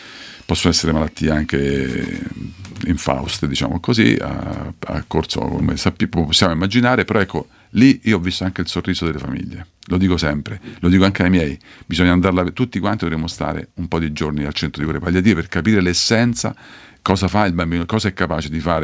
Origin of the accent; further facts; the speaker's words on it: Rocca di Papa, Lazio, Italy; io sono di Rocca di Papa, un paesino dei Castelli Romani